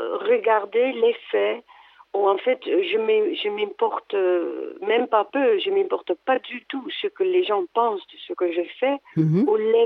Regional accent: Amsterdam, North Holland, Netherlands; now in Saint-Jean-du-Pin, France; je suis née à Amsterdam. Je suis artiste peintre et j'habite à Saint-Jean-du-Pin, dans les Cévennes.

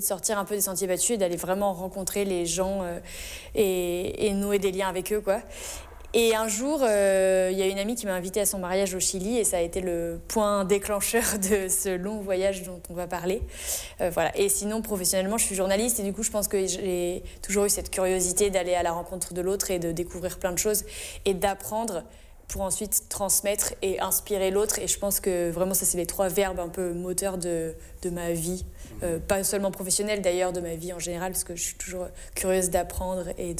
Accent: Nouvelle-Aquitaine, France; Moi, je viens de la Charente. Mes parents, ils étaient agriculteurs et j'ai grandi vraiment tout le temps dans la nature, assez libre, à jouer dehors, à faire plein de choses comme ça. Mais je suis pas du tout née dans une famille de voyageurs

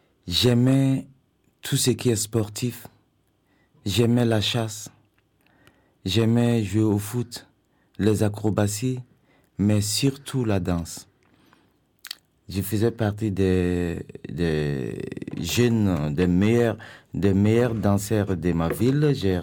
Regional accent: Burkina Faso; moved away as an adult; now in France; Je suis né au Burkina Faso, donc c'est en Afrique de l'Ouest et autour du Mali, Côte d'Ivoire, Burkina, Togo, Bénin, Niger, Ghana.

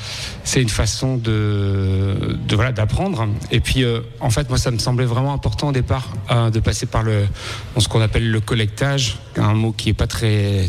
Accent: Plougastel-Daoulas, Brittany, France; j'ai grandi à Plougastel-Daoulas avec des grands-parents qui viennent de Briec. Donc déjà, je suis pas vraiment de Plougastel.

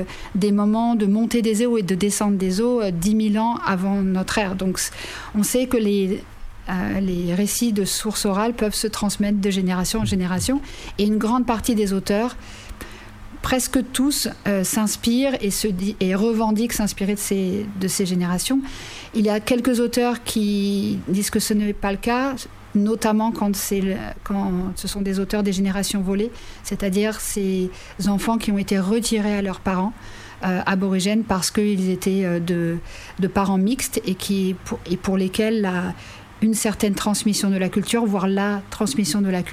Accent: Paris, Île-de-France, France; moved away as an adult; moi, donc, je suis française, j'ai grandi à Paris, et quand j'ai commencé à faire ma thèse en Australie en 2003

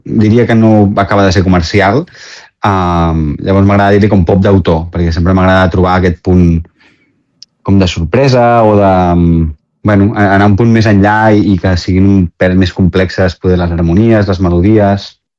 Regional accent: Girona, Catalonia, Spain; Soc de Girona, gironí.

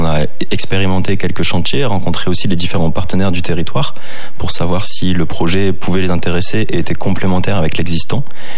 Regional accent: Dunkirk, Hauts-de-France, France; moved away as an adult; also born or lived in Lille / Montpellier; j'étais dans le nord de la France, à Lille, puisque je suis originaire de Dunkerque.

